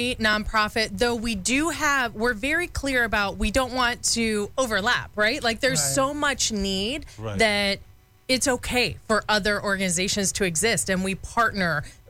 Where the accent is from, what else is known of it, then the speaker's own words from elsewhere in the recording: Toledo, Ohio, United States; born there; No, I was born in Ohio. Up in Toledo area.